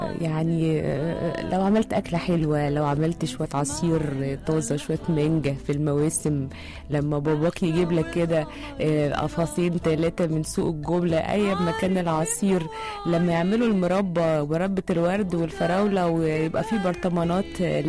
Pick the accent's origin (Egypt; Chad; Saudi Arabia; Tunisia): Egypt; احنا كمصريين